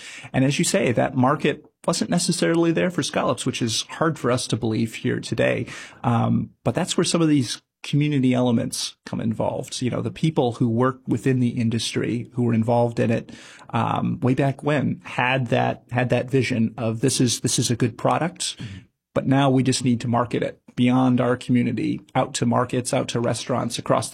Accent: Midwest, United States; now in New Bedford, United States; I come from the Midwest originally.

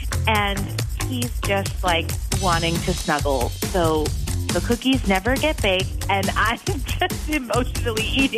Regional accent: Janesville, Wisconsin, United States; I'm from Janesville, and I did not think of the worst case scenario.

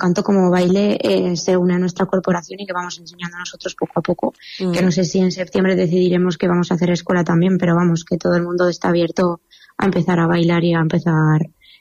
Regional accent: Calatayud, Aragon, Spain; siempre que salimos fuera de Aragón o a otro sitio de la comunidad de Calatayud, aunque sea cerquita, siempre llevamos a Calatayud por todo lo alto, intentamos que siempre se vea que somos de Calatayud y que todo lo que hacemos es por la ciudad.

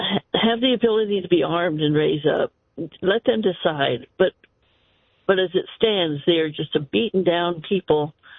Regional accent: Panama; moved away; growing up in Panama

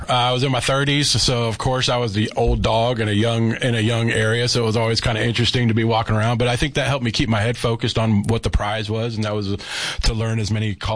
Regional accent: Columbus, Ohio, United States; moved away as an adult; also born or lived in Tucson / Phoenix; I'm originally from Columbus, Ohio. I lived there for about 27 years. Then I made my first venture to Arizona, and I lived in Tucson and Phoenix for a little while before I met my wife.

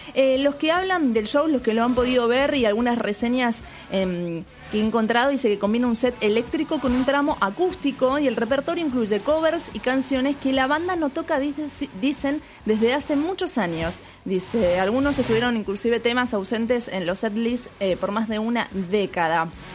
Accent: Mendoza, Argentina; porque nosotros tenemos con Uruguay enorgullecernos, ahí lo dije bien, como mendocinos

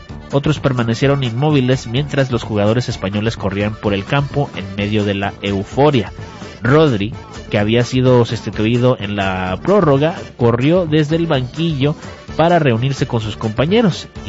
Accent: Mexico; Así somos los mexicanos, carnal.

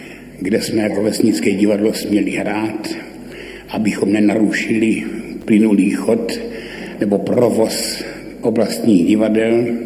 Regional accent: Ivančice, South Moravian Region, Czechia; U nás v Ivančících se nic takového nevyskytovalo.

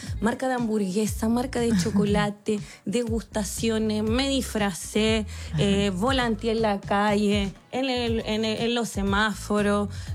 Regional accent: Valparaíso, Chile; also born or lived in Santiago; porque yo soy de Valparaíso, de región.

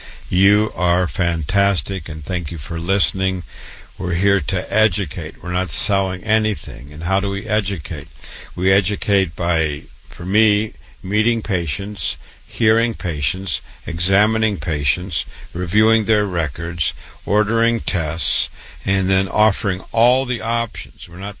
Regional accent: Iowa, United States; I grew up in Iowa, MD at 25.

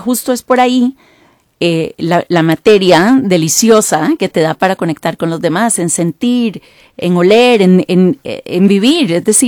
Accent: Costa Rica; born there; moved away; also born or lived in Washington / New York / Miami; Yo nací en Costa Rica. De padres, que nacieron en Costa Rica, pero de abuelos polacos, austriacos. Viví en Washington, viví en Nueva York, viví en Miami.

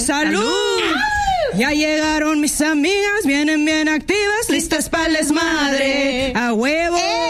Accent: Mexico City, Mexico; Yo soy chilanga, pero tengo que defenderme y decir que también mi mamá es de Jalisco

